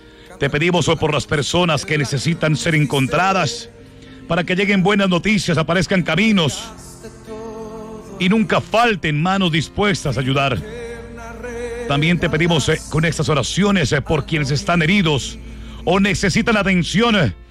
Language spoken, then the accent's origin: Spanish; Colombia